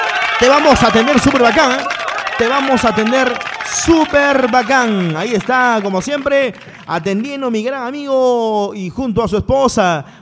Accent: Peruvian Amazon, Peru; ¿cuántas personas de la sierra también deben decir que los selváticos somos malos?

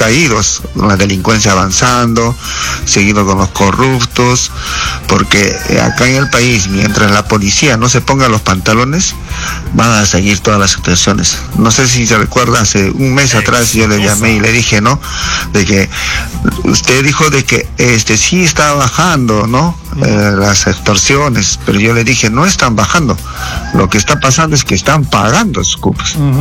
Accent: Peru; trabajando como siempre, cambiando. Como todo peruano.

